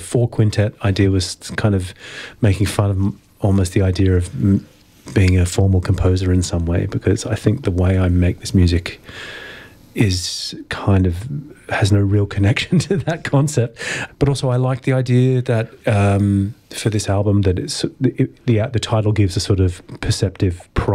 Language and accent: English; Greenwich, London, United Kingdom; born or raised there